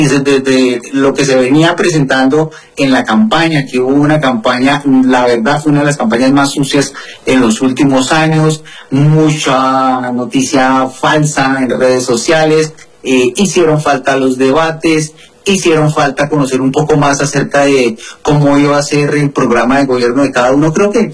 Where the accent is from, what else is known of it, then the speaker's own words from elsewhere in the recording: Colombia; uno como colombiano